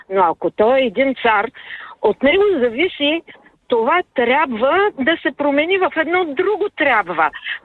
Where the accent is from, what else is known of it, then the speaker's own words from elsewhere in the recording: Burgas, Burgas Province, Bulgaria; от Бургас и ви се обаждам за втори път